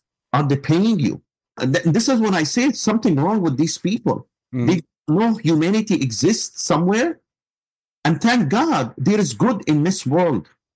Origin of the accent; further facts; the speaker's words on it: Palestine; moved away as an adult; now in United States; I'm an American Palestinian. I still have family there.